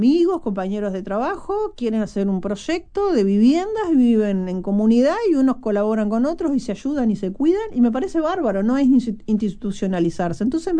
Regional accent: Uruguay

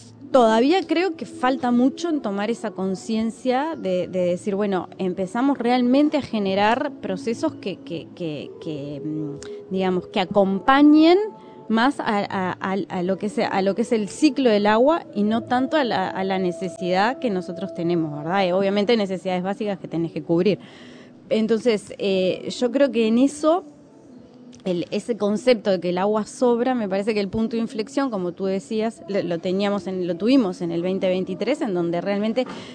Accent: Uruguay; Los uruguayos tenemos

